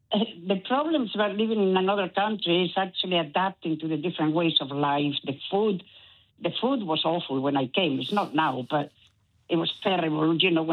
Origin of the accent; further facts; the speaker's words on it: León, Castile and León, Spain; born there; English is a second language; moved away; also born or lived in Madrid; I was born in León in Spain, which is one of the coldest places in Spain, and much colder than Scotland in the winter